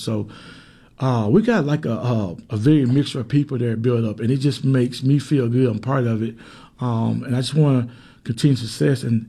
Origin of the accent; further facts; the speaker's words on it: Alabama, United States; we got people right here that was born and raised, like myself, born and raised in Eastern Alabama, who can do the job.